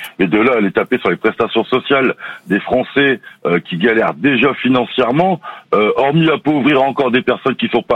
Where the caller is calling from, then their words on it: Lille, Hauts-de-France, France; Je suis sur la région lilloise